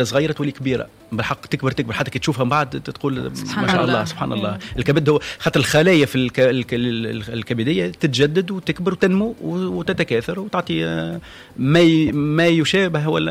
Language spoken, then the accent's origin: Arabic; Tunisia; also born or lived in France; خيرنا اللي تونس خير ونقدموا الاضافه في بلادنا